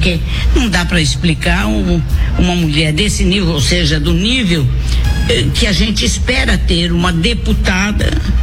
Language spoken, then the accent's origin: Portuguese; São Paulo, Brazil; born there; now in Rio de Janeiro, Brazil; Eu nasci aí, eu nasci em São Paulo